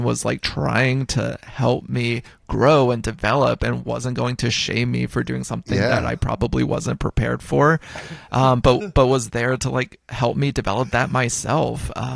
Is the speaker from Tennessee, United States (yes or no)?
yes; Nashville, Tennessee, United States; now in Red Hook, United States; So I grew up in Nashville, Tennessee.